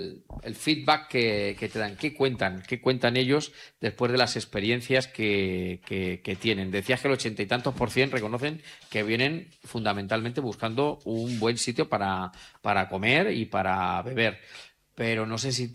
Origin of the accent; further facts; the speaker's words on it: Castilla-La Mancha, Spain; los salados que somos los manchegos, es que los salados que somos los manchegos, es que no somos tan humildes